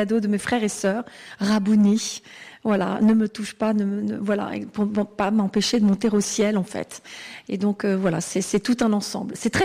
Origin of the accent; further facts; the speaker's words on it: Fronsac, Nouvelle-Aquitaine, France; born there; Oui, alors je suis née ici à Fronsac, et je dors actuellement dans la chambre dans laquelle je suis, donc c'est toute une continuité.